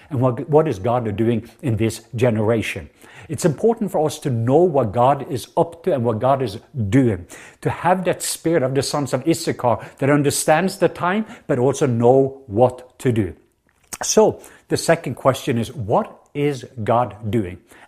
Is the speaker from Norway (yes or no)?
yes; Norway; English is a second language; now in Atlanta, United States; Some of you thought that I had a southern accent, and that's correct, because I'm from the southwest part of Norway, so I'm a true southerner. And I live here in Atlanta